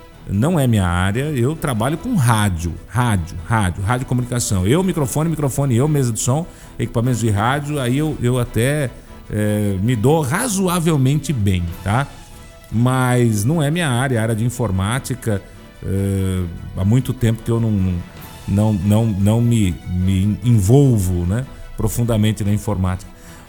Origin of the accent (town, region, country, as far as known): Brazil